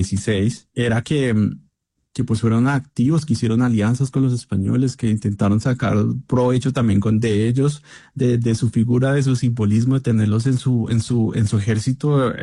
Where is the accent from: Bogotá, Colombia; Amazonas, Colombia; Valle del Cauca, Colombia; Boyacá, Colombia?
Bogotá, Colombia; O sea, yo pues soy bogotano y caminaba por las calles y siempre me preguntaba cómo había sido este territorio hace 600 años.